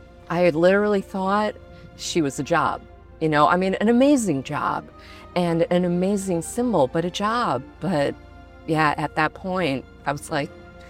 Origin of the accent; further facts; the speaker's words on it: New York City, New York, United States; I'm a New Yorker. New Yorkers don't go to touristy things.